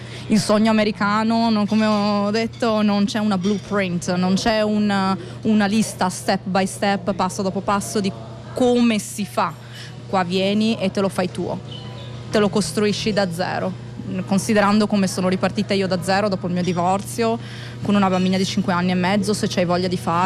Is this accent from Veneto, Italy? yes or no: yes; Vicenza, Veneto, Italy; also born or lived in Maryland; Poi io sono vicentina, nata vicino a Venezia, nata sempre a Sottomarina, Jesolo, il mare, la mia vita.